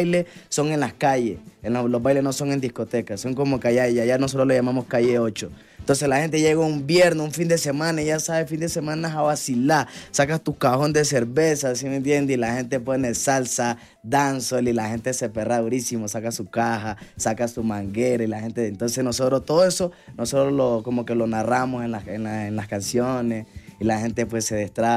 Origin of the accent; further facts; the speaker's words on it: Esmeraldas, Ecuador; nosotros somos de Esmeralda, de la parte pacífica